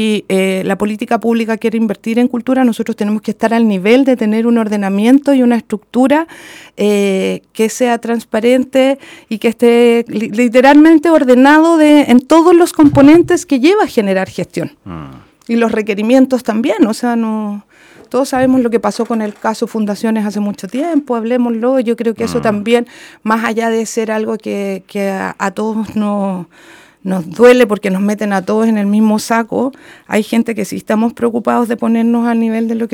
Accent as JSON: {"language": "Spanish", "town": "Puerto Montt", "region": "Los Lagos", "country": "Chile", "tie": "born or raised there", "said": "nací y criada en Puerto Montt"}